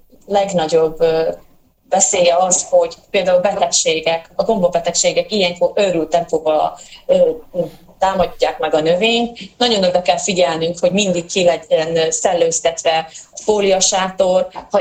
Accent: Zakarpattia Oblast, Ukraine; kárpátaljaiak vagyunk

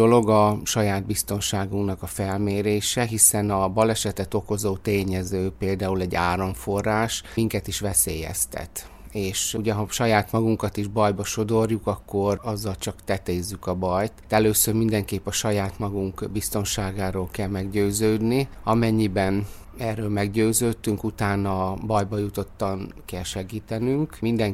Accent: Szabolcs-Szatmár-Bereg, Hungary; Kis faluból származom, Szabolcs megyéből, onnan vezetett az utam ide a református kollégiumba

